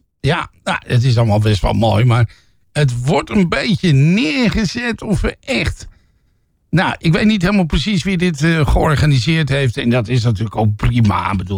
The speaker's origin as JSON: {"language": "Dutch", "town": "Haarlem", "region": "North Holland", "country": "Netherlands", "said": "Maar ik denk dan een beetje toch als Haarlemmer, hè."}